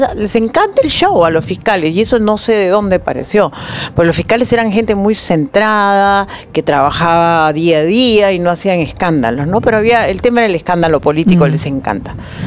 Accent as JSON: {"language": "Spanish", "country": "Peru", "said": "Yo también, como muchos peruanos, caímos en la trampa."}